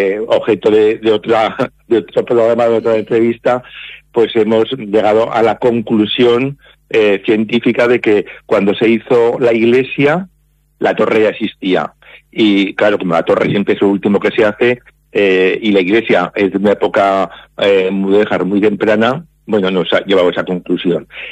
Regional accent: Zaragoza, Aragon, Spain; yo soy mayor, estoy jubilado, pero yo desde que comencé mi carrera profesional, soy de Zaragoza

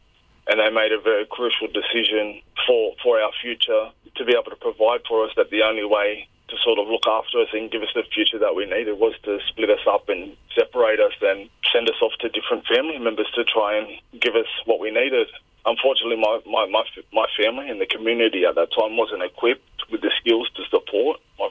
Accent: Sydney, New South Wales, Australia; I grew up in Redfern in the early 90s. I was the youngest of 3 boys.

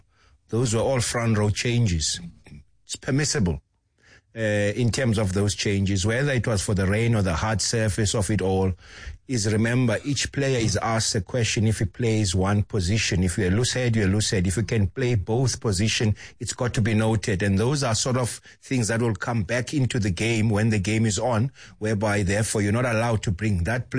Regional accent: South Africa

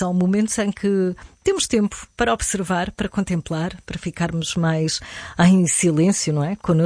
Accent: Algarve, Portugal; now in Lisbon, Portugal; Sou algarvia e mesmo vivendo em Lisboa há muitos anos, há qualquer coisa que muda quando volto ao Algarve.

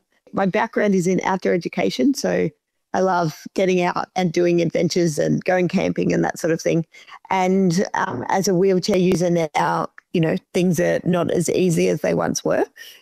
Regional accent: Victoria, Australia; We're from Victoria

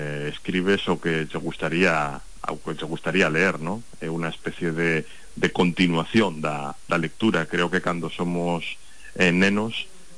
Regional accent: Barcelona, Catalonia, Spain; Galician is a second language; Eu veño de Barcelona.

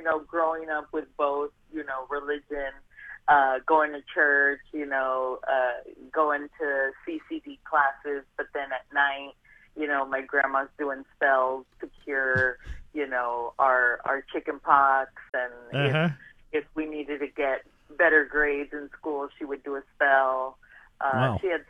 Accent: Laredo, Texas, United States; there's a lot of stories about me growing up in Laredo, Texas, border town kid.

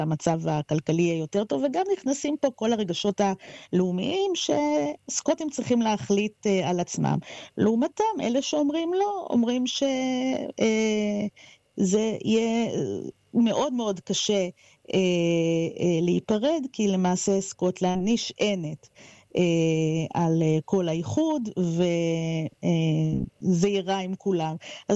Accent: United Kingdom; now in Scotland, United Kingdom; אני כשלעצמי בריטית

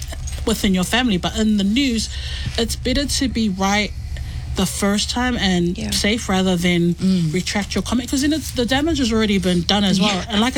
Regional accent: New Zealand; a Pacific woman, or growing up in New Zealand

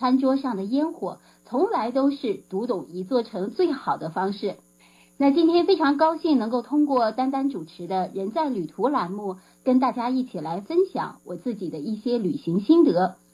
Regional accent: Xinjiang, China; 因为我是新疆人啊，那我是汉族，但是我从小出生和长大在新疆

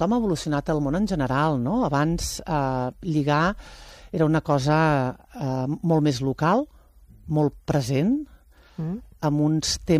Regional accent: Prats de Lluçanès, Catalonia, Spain; Clar, tio, és que jo soc de Prats

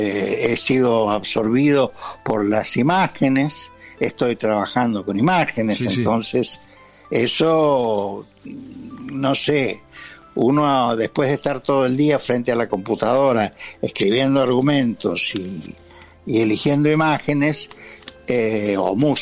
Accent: San Luis, Argentina; now in Buenos Aires, Argentina; Es mi lugar de nacimiento, aunque yo más bien ahora he pasado más tiempo en Buenos Aires que en San Luis.

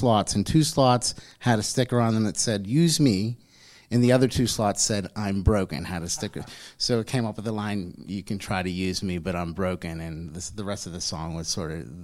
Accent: Penn Hills, Pennsylvania, United States; I'm from Penn Hills.

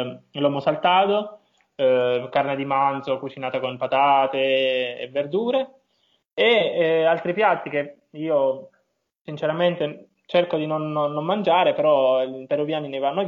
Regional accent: Abruzzo, Italy; io vengo dall'Abruzzo, sono abruzzese

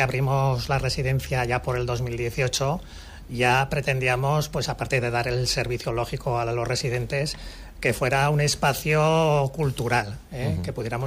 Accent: Monreal del Campo, Aragon, Spain; Yo soy de Monreal

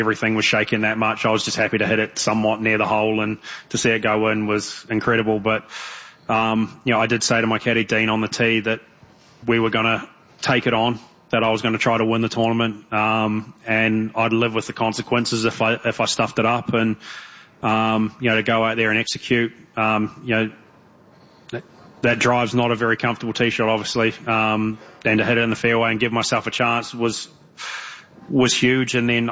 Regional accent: New Zealand; I think growing up in New Zealand, we play in a fair bit of wind

